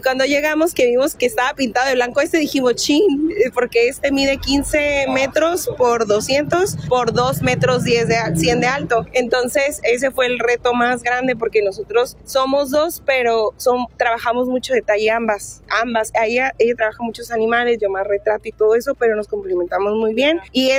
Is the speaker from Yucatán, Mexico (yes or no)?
no; Ciudad Constitución, Baja California Sur, Mexico; allá en nuestra tierra, en un poblado que nos queda a unos cuantos kilómetros, se llama La Toba. Nosotros somos de Ciudad Constitución, Baja California Sur.